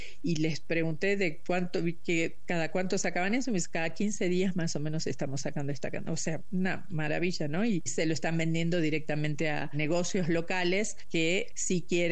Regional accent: Argentina; now in Mexico

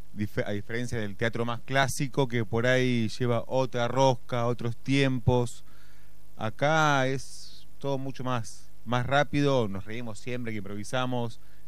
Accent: La Plata, Buenos Aires Province, Argentina; Y soy de La Plata.

